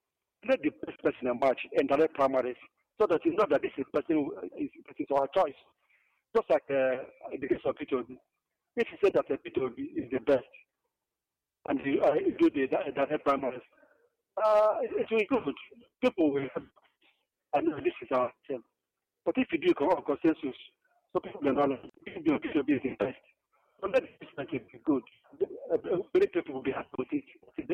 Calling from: Nigeria; And I come from Ubunka

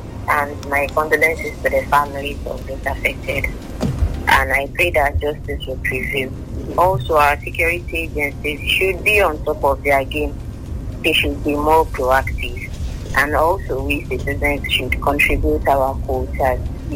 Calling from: Nigeria; Yes, this is me from Odegai.

